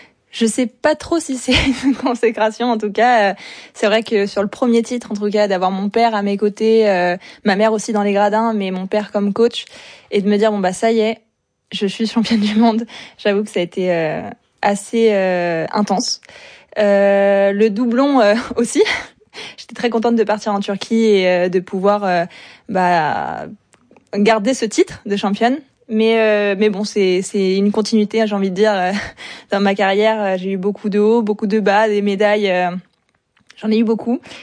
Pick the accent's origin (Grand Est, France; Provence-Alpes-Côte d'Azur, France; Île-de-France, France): Île-de-France, France; La Chapelle-la-Reine